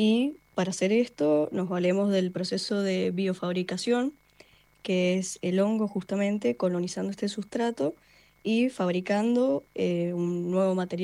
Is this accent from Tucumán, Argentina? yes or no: no; Mendoza, Argentina; Yo soy de Mendoza